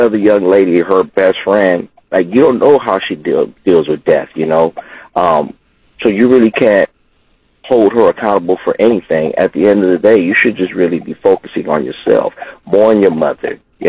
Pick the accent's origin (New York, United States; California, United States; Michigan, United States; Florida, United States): California, United States; Los Angeles; You know, growing up in South Central, man, like, it's hard, you know.